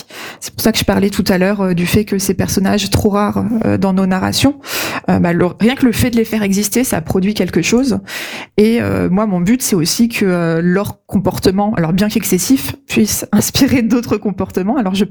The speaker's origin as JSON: {"language": "French", "town": "Caen", "region": "Normandy", "country": "France", "tie": "born there", "said": "au Salon du Livre de Caen, qui est ma ville natale."}